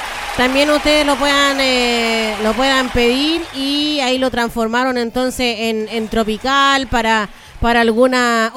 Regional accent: Peumo, O'Higgins, Chile; yo también soy de Peumo

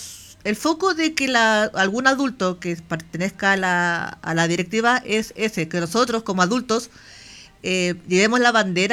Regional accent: Osorno, Los Lagos, Chile; Este año lo quisimos trasladar a Valdivia, bueno, yo soy de Osorno, y hay una persona adulta, hombre, que es de Valdivia, y somos las únicas personas del sur que somos conocidos con el síndrome.

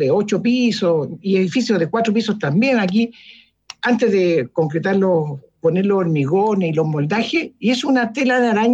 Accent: Venezuela; Soy de Venezuela.

